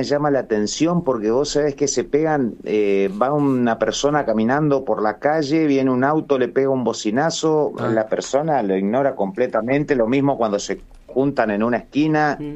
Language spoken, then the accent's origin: Spanish; Argentina; nos preguntan de dónde sos, de Argentina, le digo. No, no, no de qué